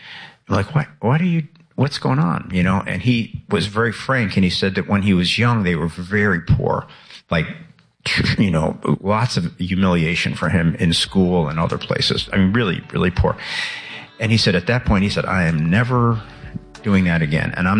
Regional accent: Chicago, Illinois, United States; I grew up in Chicago on the South Side, and there was a very, you know, very male-centered time.

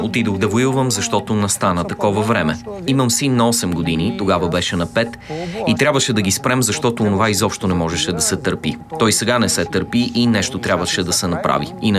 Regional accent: Odesa Oblast, Ukraine

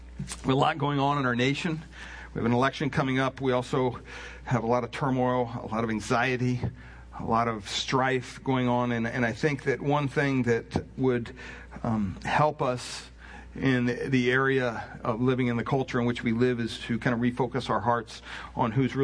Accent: United States; as an American

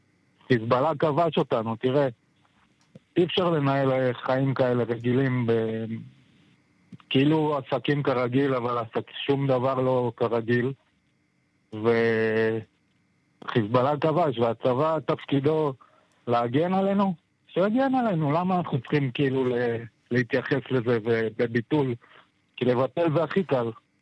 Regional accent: Manara, Northern District, Israel; אני 45 שנה גר, נולדתי בקיבוץ מנרה.

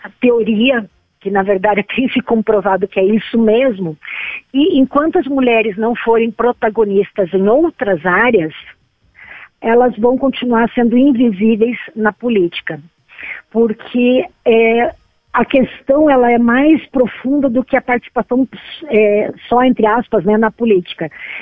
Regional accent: South Region, Brazil; accent: southern (sul); now in Curitiba, Brazil; vocês já estão escutando o sotaque bem do sul aqui também, né? Tô falando de Curitiba.

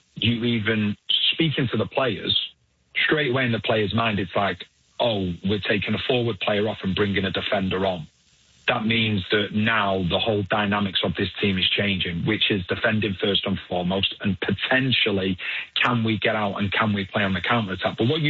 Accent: England, United Kingdom; Yeah, it's as an Englishman, it was tough to watch.

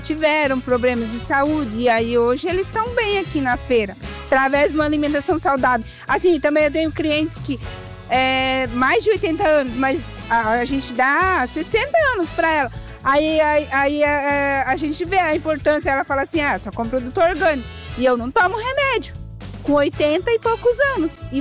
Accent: São Paulo, Brazil; Eu sou do interior de São Paulo, de Biúna.

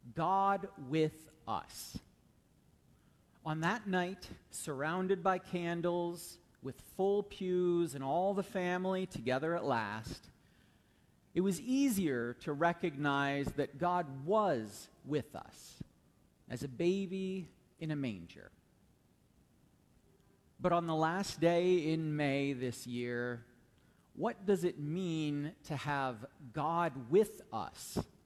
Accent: Ohio, United States; I grew up in Ohio, and my wife grew up in North Dakota.

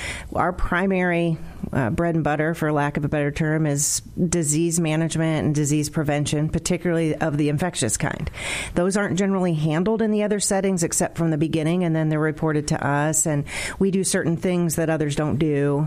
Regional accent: Fort Wayne, Indiana, United States; So I'm born and raised in Fort Wayne. I went to Wayne High School. I went to college at IU. Go Hoosiers.

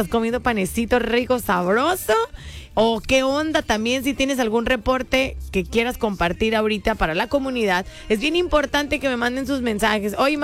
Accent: Mexico

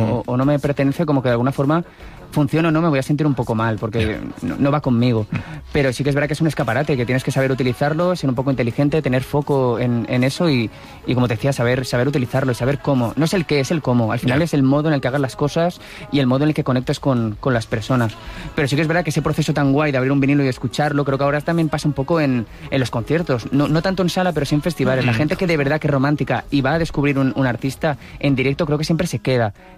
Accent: Valencian Community, Spain; Bueno, estoy intentando aprender a hacer paella ya, como buen valenciano, porque como

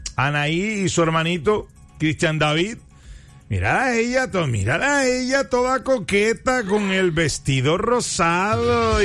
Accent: Barranquilla, Caribbean Region, Colombia; also born or lived in Bogotá; como buen costeño, llegué a Bogotá y pensé que en Bogotá, cuando llovía, sucedía lo mismo que aquí en Barranquilla.

